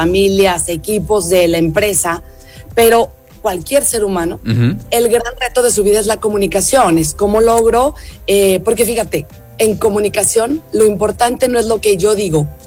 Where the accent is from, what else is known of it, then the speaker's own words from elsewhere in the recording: Saltillo, Coahuila, Mexico; moved away as an adult; now in León, Mexico; yo soy una mujer saltillense que vive en el Bajío desde hace 27 años. Siempre digo que soy la norteña más leonesa